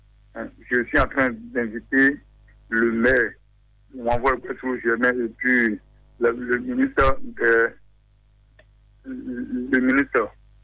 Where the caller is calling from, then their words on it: Adjarra, Ouémé, Benin; J'appelle de Port-Nouveau, commune d'Adjara, arrondissement de Manfoui, à Tigézi.